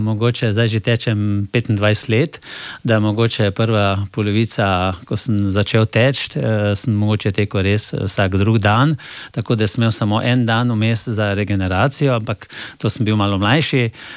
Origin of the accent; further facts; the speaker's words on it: Slovenske Konjice, Savinjska, Slovenia; jaz sem doma iz Slovenskih Konjic, sem šel v Domžale in tam nisem imel možnosti trenirati veliki nogomet v našem kraju, domačem